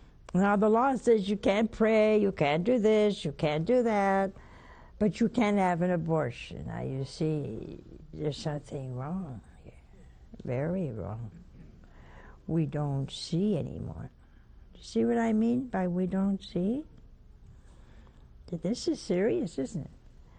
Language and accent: English; United States; Everybody gonna think I'm Irish, and I'm not. I'm Italian. But I prayed for any other country. They think I was from that country. No, I'm not. I'm an American.